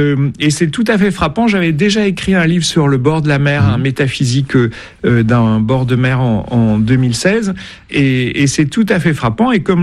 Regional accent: Nouvelle-Aquitaine, France; mais j'ai grandi dans les Landes, le littoral atlantique c'est une région que j'aime beaucoup

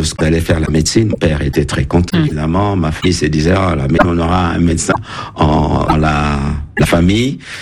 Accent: Lubumbashi, Haut-Katanga, DR Congo; Bah évidemment, le Katanga. Je suis né à Elisabethville. Hein. On a les Elisabethville où j'ai des souvenirs de l'enfance

